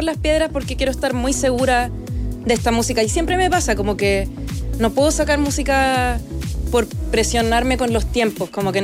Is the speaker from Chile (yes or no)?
yes; Chile; born there; first language English; Spanish is a second language; also born or lived in London